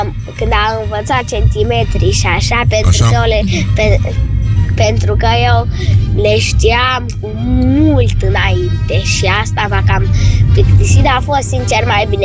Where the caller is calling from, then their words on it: Săcele, Brașov County, Romania; din Săcele.